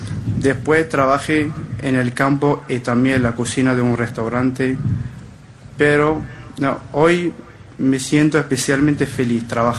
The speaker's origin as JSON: {"language": "Spanish", "country": "Morocco", "second_language": "Spanish", "moved": "as an adult", "lives_now": "Spain", "said": "soy de Marruecos y tengo 24 años. Llegué a las costas de Canarias en el año 2020, como tanto otros jóvenes."}